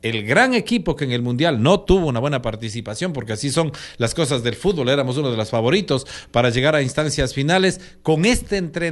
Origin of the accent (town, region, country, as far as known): Ecuador